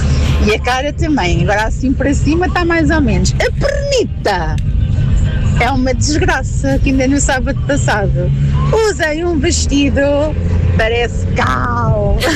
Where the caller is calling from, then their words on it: Leiria, Centro, Portugal; porque sou de Leiria.